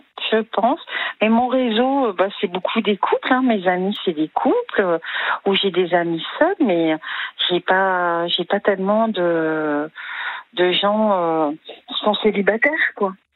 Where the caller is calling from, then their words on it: Clermont-Ferrand, Auvergne-Rhône-Alpes, France; je suis à Clermont-Ferrand, moi.